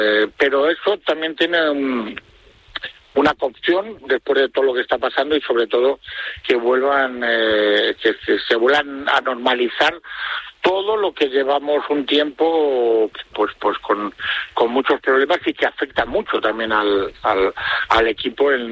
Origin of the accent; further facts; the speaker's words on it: Valladolid, Castile and León, Spain; yo soy pucelano y blanquivioleta de Valladolid, moriré siendo así